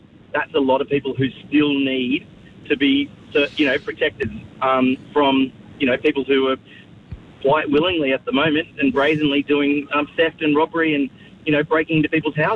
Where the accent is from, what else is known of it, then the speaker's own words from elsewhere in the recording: Gold Coast, Queensland, Australia; moved away; I grew up on the Gold Coast.